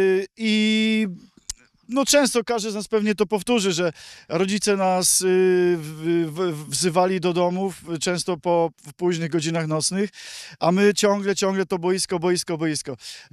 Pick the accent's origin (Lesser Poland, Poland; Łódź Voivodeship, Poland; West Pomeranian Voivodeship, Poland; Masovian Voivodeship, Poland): West Pomeranian Voivodeship, Poland; Szczecin; jestem ze Szczecina